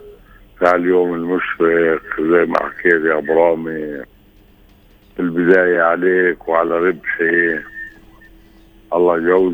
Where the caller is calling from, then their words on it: Hebron, Hebron Governorate, Palestine; اللي كلنا بنعتز انه احنا فلسطينية واحنا خلايلة بالذات.